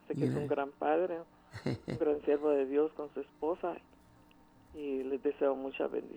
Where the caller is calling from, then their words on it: El Progreso, Jutiapa, Guatemala; somos de Jutiapa, del Progreso de Jutiapa.